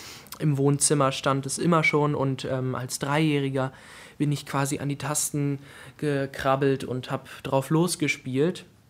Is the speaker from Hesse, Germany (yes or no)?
no; Weimar, Thuringia, Germany; die Quelle ist Weimar. Also, das ist mein Ursprung, wo ich herkomme